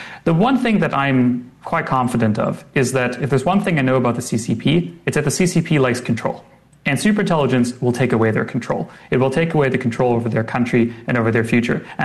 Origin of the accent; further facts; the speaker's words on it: United States; As an American, it is always, of course, very hard to know truly what is going on in China. Don't know much about China. I do not speak Chinese.